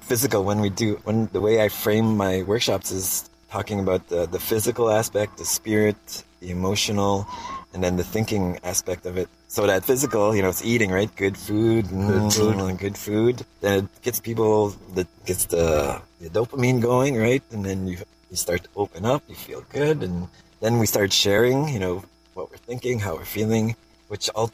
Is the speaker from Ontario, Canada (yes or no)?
yes; Ontario, Canada; I'm from the Moose Cree First Nation. It's located in, I guess, the southern tip of James Bay in Ontario.